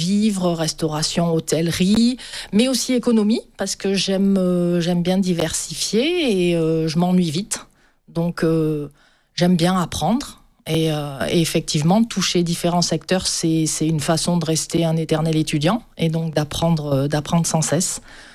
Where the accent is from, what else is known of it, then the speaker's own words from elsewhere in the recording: Cannes, Provence-Alpes-Côte d'Azur, France; je suis née à Cannes. J'ai toujours vécu sur la Côte d'Azur.